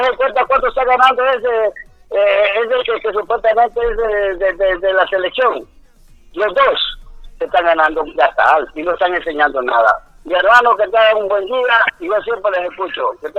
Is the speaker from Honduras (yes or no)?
yes; La Ceiba, Atlántida, Honduras; Yo soy de La Ceiba, crecí en La Ceiba y todo, jugué en La Ceiba.